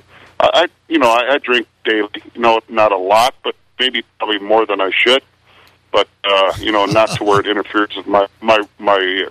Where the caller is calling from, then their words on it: Michigan, United States; here in Michigan changed when I was 18 to be able to buy. And from then on, I'm 59 now.